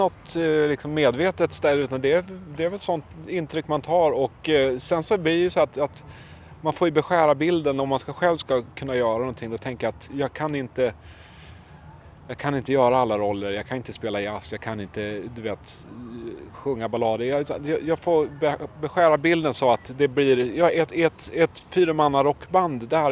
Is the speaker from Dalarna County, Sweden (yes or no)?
yes; Dalarna County, Sweden; jag är uppvuxen i Dalarna, men mina släktingar är ju, mina gener är ju utmejslade i Västergötland och Östergötland.